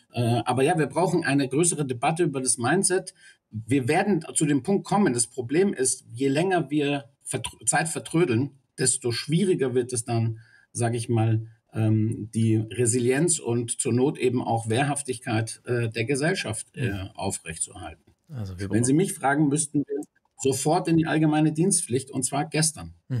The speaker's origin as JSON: {"language": "German", "town": "Munich", "region": "Bavaria", "country": "Germany", "tie": "born or raised there", "said": "Ich bin ein in München geborener Grieche, habe die deutsche Schule absolviert und in München studiert. Ich bin Münchner Kindl, lediglich griechischer Staatsbürger."}